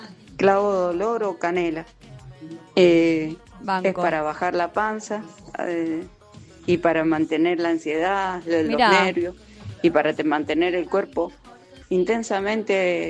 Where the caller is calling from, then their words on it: Rivadavia, Argentina; Soy de Rivadavia.